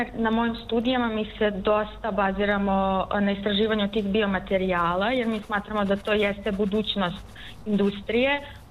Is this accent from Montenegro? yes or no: no; Serbia; now in Austria; primećujem da je dosta nekako situacija bolja nego, na primjer, kod nas u Srbiji. I ono što mi se posebno dopada u Austriji